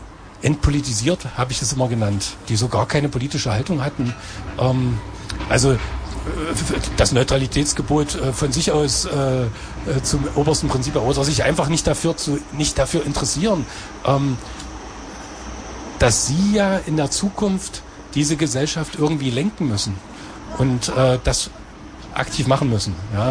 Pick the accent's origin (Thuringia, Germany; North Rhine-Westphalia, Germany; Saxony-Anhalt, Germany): Saxony-Anhalt, Germany; unser schönes Sachsen-Anhalt und ich liebe meine Heimatstadt über alles